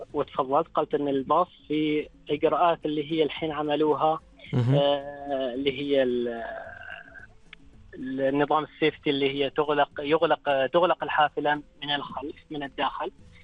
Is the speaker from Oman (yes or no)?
yes; Oman; نحن كعمانيين